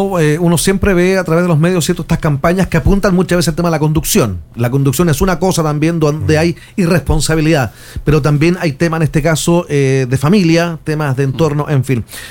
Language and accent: Spanish; Chile; pasemos una fiesta como corresponde, en paz, ¿cierto?, como buenos chilenos